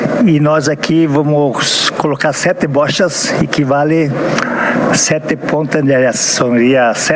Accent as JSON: {"language": "Portuguese", "region": "Santa Catarina", "country": "Brazil", "tie": "born or raised there", "lives_now": "Videira, Brazil", "said": "eu me criei aqui no Rio Tigre, eu moro em Videira"}